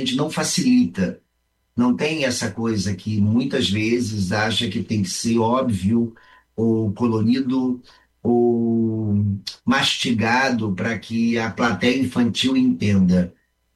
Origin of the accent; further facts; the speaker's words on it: Rio de Janeiro, Brazil; also born or lived in Alegrete / northern Brazil; Eu sou nascido no Rio Grande do Sul, mas a minha vida toda foi no Rio de Janeiro. Eu só nasci no Alegrete e de lá eu vim para o Rio.